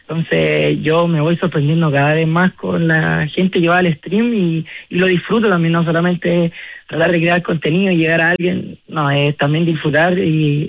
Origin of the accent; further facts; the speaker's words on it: Chile; Vamos, lo único que somos de Chile